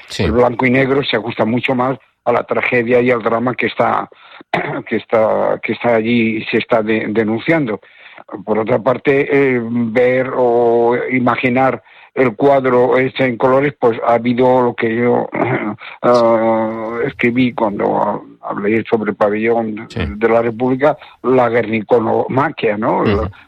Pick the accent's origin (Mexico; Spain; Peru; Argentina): Spain; yo no como catedrático, sino como español, como ciudadano español, una gran satisfacción